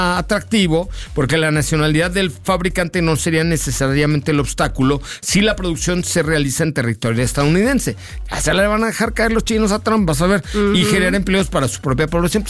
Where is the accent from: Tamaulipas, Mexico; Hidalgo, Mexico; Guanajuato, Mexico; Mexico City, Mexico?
Mexico City, Mexico; born there; iba yo a un tianguis de niño, ajá, allá por Villa de Cortés, por donde, digo, sí, más o menos la Reforma Iztaccíhuatl